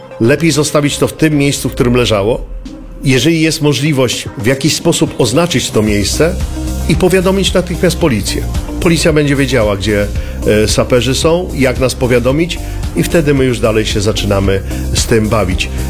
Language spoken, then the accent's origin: Polish; eastern Poland, Poland; Ewentualnie praca fizyczna gdzieś na jakichś tam, prawda, rubieżach wschodnich, skąd pochodzę i tam po prostu odpoczywam